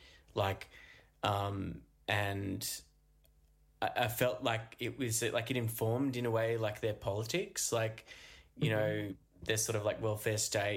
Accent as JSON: {"language": "English", "country": "Australia", "also_born_or_lived": "Melbourne", "moved": "as an adult", "said": "moving to the city, like for the first time as an Australian"}